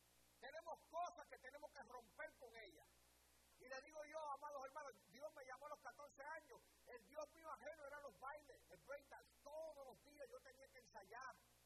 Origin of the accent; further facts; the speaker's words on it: Caguas, Puerto Rico; Tenía 13 años, pero como los puertorriqueños crecemos, ya yo me creía con 13 años